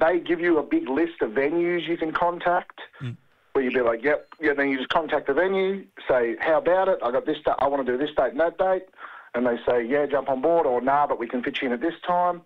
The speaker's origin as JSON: {"language": "English", "town": "Heathcote", "region": "Victoria", "country": "Australia", "tie": "born or raised there", "lives_now": "Canberra, Australia", "said": "I'm a Kamilaroi man, but I grew up in Heathcote, regional Victoria."}